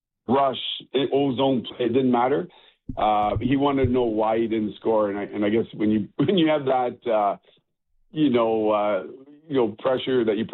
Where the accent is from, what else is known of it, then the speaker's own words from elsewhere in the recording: Kingston, Ontario, Canada; growing up in Kingston, obviously halfway between Toronto and Montreal, a lot of Leaf fans, a lot of Habs fans.